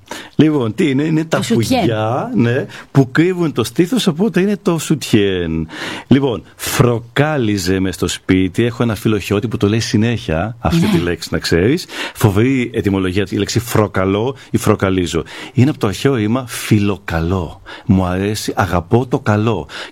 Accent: Peloponnese, Greece; Εμείς στην Αρκαδία το σκέφτομαι πολλές φορές. Το λέμε σκεύομαι.

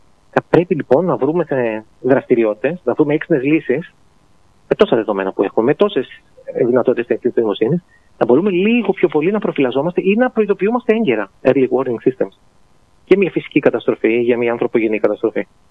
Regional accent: Athens, Attica, Greece; moved away as an adult; also born or lived in Leeds / Sheffield / London; now in Mytilene, Greece; είμαι νησιώτης πλέον, ενώ γεννήθηκα και μεγάλωσα στην Αθήνα. Σπούδασα σε Αθήνα, Μυτιλίνη, Λίτς, Σέφιλ, Λονδίνος.

